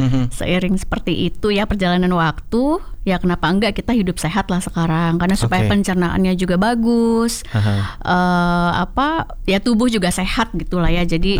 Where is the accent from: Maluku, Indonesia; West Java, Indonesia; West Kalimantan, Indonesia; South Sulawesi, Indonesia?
South Sulawesi, Indonesia; Makassar; born there; dari aku TK tuh udah nyanyi di Makassar di kampung halaman almarhum papa aku